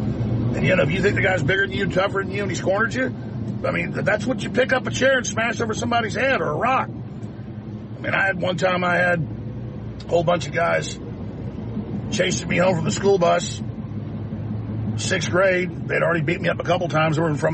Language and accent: English; Dallas, Texas, United States; You know, I grew up in Dallas, and I mean, it made me the man I am that I was racially attacked.